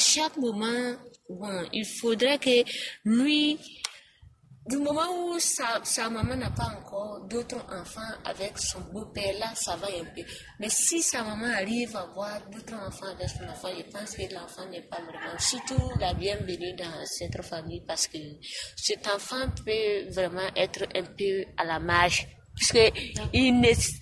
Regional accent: Burkina Faso; Chez nous au Burkina Faso, surtout en Afrique

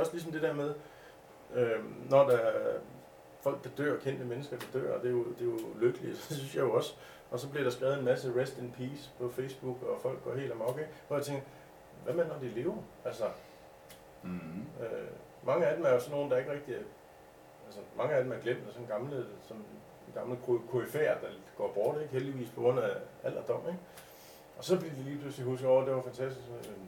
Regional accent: Jebjerg, Central Denmark Region, Denmark; born there; Jeg er født i Jebjerg på et alderdomshjem.

